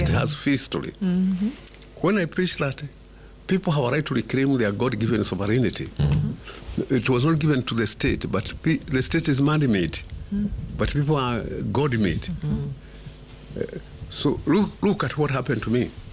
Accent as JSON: {"language": "English", "country": "Kenya"}